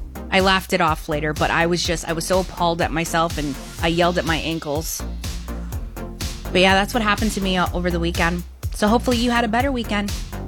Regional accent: Mississauga, Ontario, Canada; moved away; Mississauga. And well, if you've been listening to the show, you know that that's my hometown. That's where I was born and raised. And that's where I moved from.

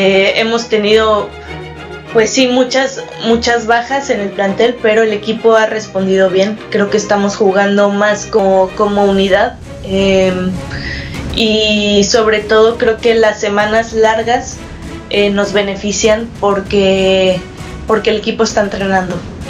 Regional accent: Mexico

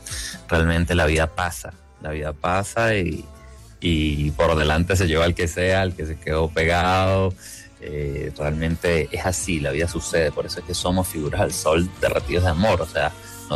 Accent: Caracas, Capital District, Venezuela; now in Bogotá, Colombia; En 2019 nos mudamos a Bogotá, estamos acá. Somos oriunda de Caracas, Venezuela. Nuestra madre es bogotana y por eso migramos acá a la ciudad.

